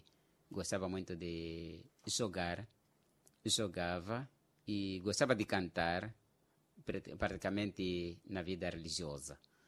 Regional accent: Quelimane, Zambezia, Mozambique; also born or lived in Namacurra District; É, também sou natural daqui de Quelimane, mas bem nascido no distrito de Namakura.

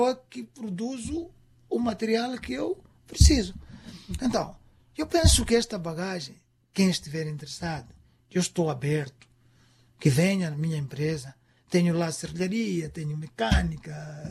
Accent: Mozambique; Na minha terra, eu vou falar Macua, porque não podia estar nesta entrevista sem dar um princípio de Macua.

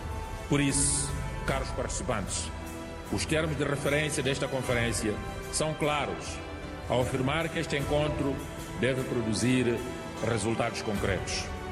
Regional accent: Mozambique; inuaremos, como moçambicanos, a implementar reformas

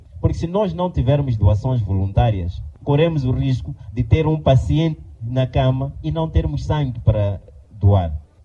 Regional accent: Maputo, Maputo City, Mozambique; now in Tete, Mozambique; Eu sou de Maputo, não tenho família aqui

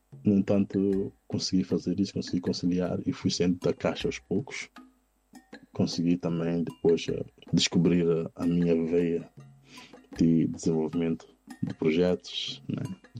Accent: Mozambique; moved away as an adult; now in Netherlands; do mundo de onde eu venho, Moçambique

